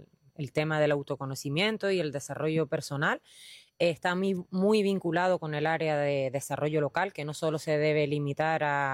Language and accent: Spanish; Lajares, Canary Islands, Spain; en mi pueblo, en los Lajares